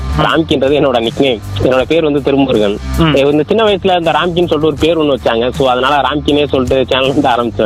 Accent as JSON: {"language": "Tamil", "town": "Brahmanur", "region": "Tamil Nadu", "country": "India", "tie": "born there", "said": "பக்கத்துல பிரம்மனூர்ன்ற ஒரு வந்து குக்கிராமம், ஒரு விவசாயம் பண்ணக்கூடிய ஒரு குக்கிராமம். இங்கதான் வந்து பிறந்தேன்."}